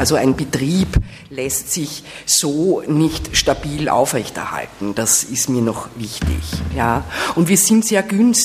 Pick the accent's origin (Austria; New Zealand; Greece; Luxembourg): Austria; Vienna; in meiner Einschätzung als Wienerin